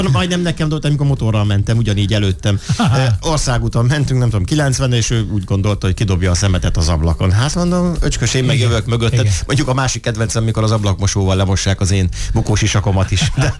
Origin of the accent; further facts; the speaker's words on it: Hungary; most magyar vagyok